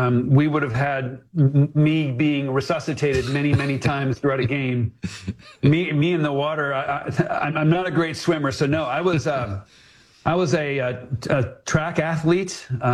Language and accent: English; Santa Rosa, California, United States; also born or lived in Inglewood, California; And so grew up in Santa Rosa, California, moved there when I was two. My parents were both public school teachers.